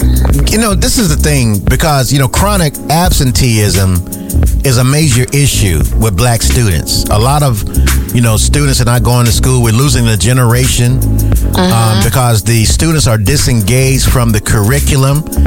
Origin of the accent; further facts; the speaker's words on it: Goldsboro, North Carolina, United States; when them teachers were doing that stuff to my son when I was in my hometown of Goldsboro